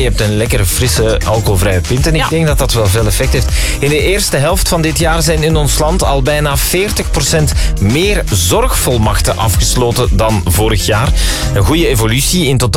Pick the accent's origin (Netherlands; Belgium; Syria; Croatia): Belgium; Flanders; En als Vlaming is dat niet evident. Hè. Wij zijn toch opgegroeid met...